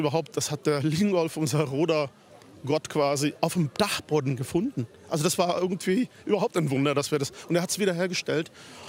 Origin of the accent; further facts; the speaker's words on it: Finland; ich komme ja aus Finnland